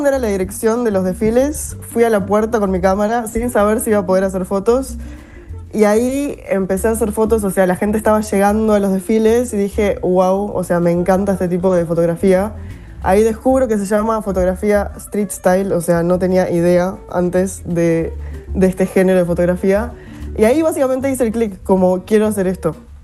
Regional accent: Montevideo, Uruguay; moved away as an adult; now in London, United Kingdom; Yo en verdad me mudé a Londres de Uruguay, de Montevideo, queriendo trabajar en publicidad

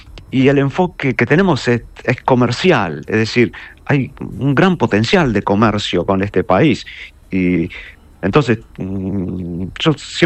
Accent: Argentina; moved away as an adult; now in Dhaka, Bangladesh; soy argentino.

